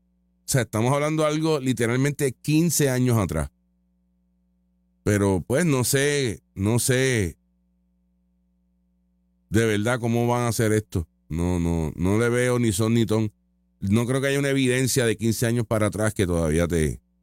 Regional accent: Puerto Rico; Y es de allá de mi pueblo, de Calley.

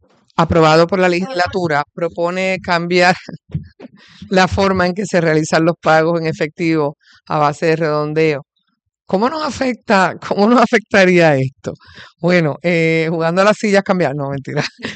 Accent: Mayagüez, Puerto Rico; born there; digo yo, que nací en Mayagüez

